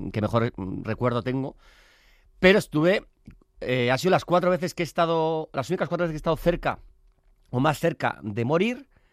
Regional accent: San Sebastián, Basque Country, Spain

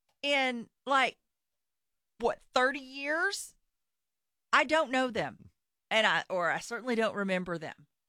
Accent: Texas, United States; Like, if I tell you I'm originally from Texas, you're always going to come up with a friend.

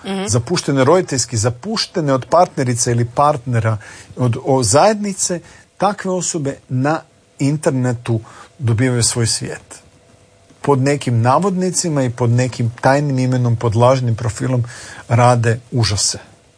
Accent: Croatia; ja sam tu, ajmo reći, neki kvazi nacionalist, pa kažem, mi smo Hrvati u pubertetu

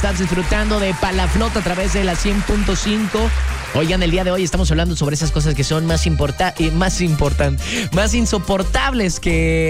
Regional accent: Mexico; Los mexicanos nos llevamos, o sea, somos cotorros.

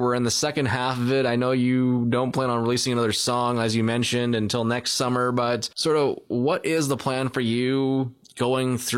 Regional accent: Canada; but I'm Canadian, so I kind of got to go for the Blue Jays.

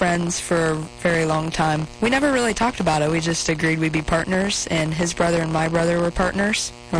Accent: Armstrong, Illinois, United States; I'm from Armstrong, Illinois.

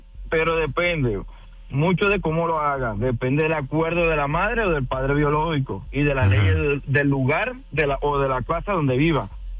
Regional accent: Maracaibo, Zulia, Venezuela; born there; also born or lived in Riohacha, La Guajira, Colombia; Sí, yo nací en Maracaibo, okay. Pero mi familia es de Riohacha, La Guajira.

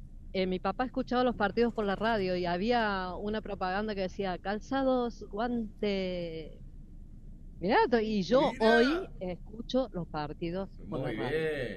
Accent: Córdoba, Argentina; Sí. Mi casa natal está de acá, del nuevo centro, 4 cuadras para arriba, en lo que era el pasaje San Juan.

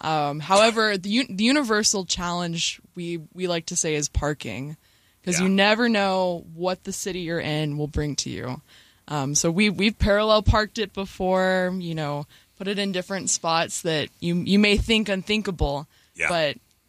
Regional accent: Austin, Texas, United States; I'm from Austin, Texas.

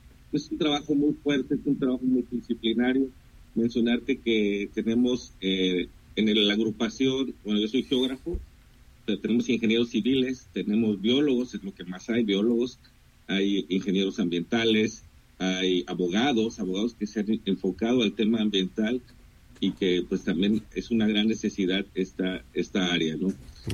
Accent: Colima, Mexico; somos personas que hemos vivido por toda la vida y la mayoría nacimos aquí en Colima y conocemos nuestro entorno, nuestro territorio

